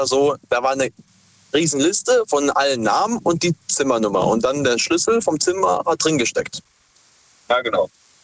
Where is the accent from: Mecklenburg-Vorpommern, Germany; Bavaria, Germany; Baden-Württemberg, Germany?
Baden-Württemberg, Germany; Heidelberg; Wir sind aus Heidelberg.